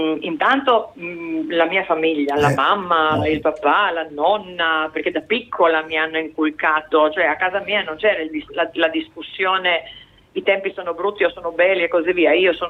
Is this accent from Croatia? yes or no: yes; Rijeka, Primorje-Gorski Kotar County, Croatia